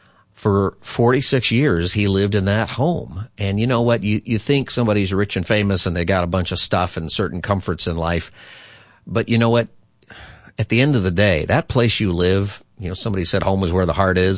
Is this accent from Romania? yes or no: no; Palmdale, California, United States; born there; moved away; that house I grew up in Palmdale